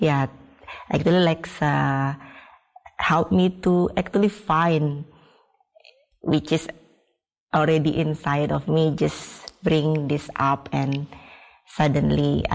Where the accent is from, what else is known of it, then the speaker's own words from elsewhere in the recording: Bali, Indonesia; I am from Bali, so majority people there is Hindu.